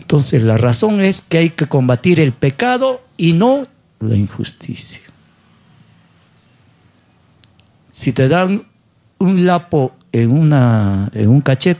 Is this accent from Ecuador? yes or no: no; Peru; Esos somos los peruanos.